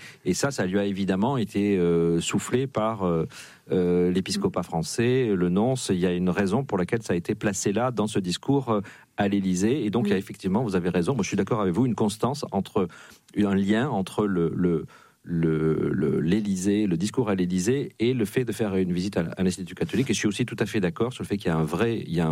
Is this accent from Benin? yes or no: no; Nouvelle-Aquitaine, France; ou encore plus venir du côté de chez moi dans le Béarn, où il a aussi des racines.